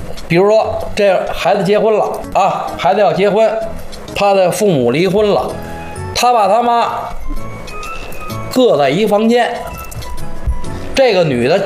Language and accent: Chinese; Beijing, China; 为什么说他有的在咱们北京人当中有的忌讳这个，有的忌讳丧偶。